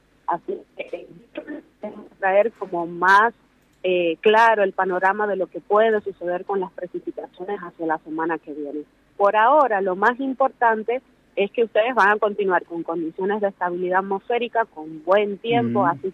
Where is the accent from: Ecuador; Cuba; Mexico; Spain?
Cuba; Granma; now in Argentina; en Manzanillo, que es uno de los pueblos más importantes de mi provincia